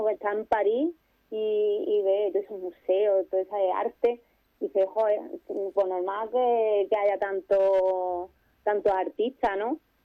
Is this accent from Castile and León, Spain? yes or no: no; San Fernando, Andalusia, Spain; Yo digo, de Cádiz, bueno, de San Fernando.